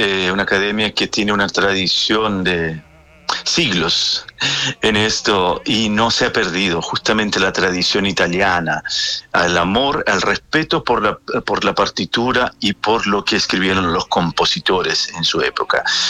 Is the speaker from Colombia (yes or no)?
no; Chile; la verdad siempre ha sido chileno. Además soy italiano, así lo digo yo, pero soy chileno.